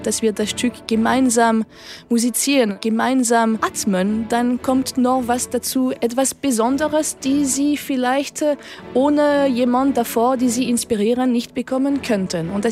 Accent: Chartres, Centre-Val de Loire, France; now in Cologne, Germany; Ich bin in Chartres, in der Nähe von Paris, aufgewachsen

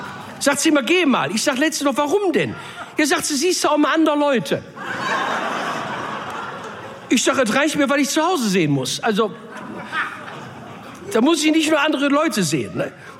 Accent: Duisburg, North Rhine-Westphalia, Germany

